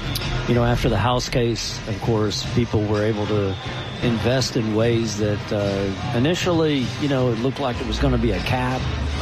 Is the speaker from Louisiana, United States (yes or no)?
no; Mesquite, Texas, United States; But what the people don't know is I grew up in Mesquite, Texas, and I was a huge Dallas Cowboys fan.